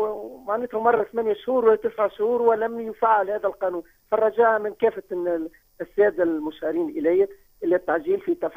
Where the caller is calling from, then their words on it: Sned, Gafsa Governorate, Tunisia; من السند.